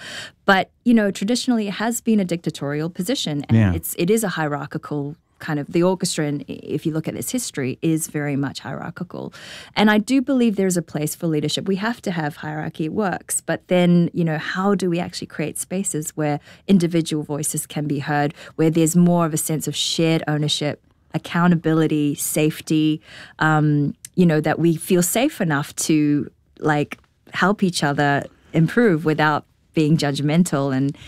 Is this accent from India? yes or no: no; New Zealand; moved away; also born or lived in Shanghai, China / Australia; I'm a global citizen. I was born in Shanghai. I grew up in New Zealand. I studied in Australia.